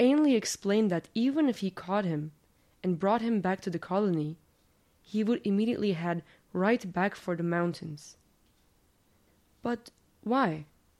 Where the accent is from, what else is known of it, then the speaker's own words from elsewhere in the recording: Bursa, Turkey; first language Turkish; English is a second language; I am from Bursa, Turkey. I think when I speak Turkish, I talk a lot like my father, who is an immigrant from Bulgaria.